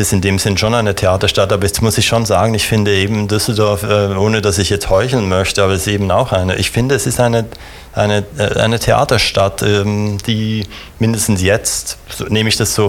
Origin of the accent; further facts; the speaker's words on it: Switzerland; Also ich bin Schweizer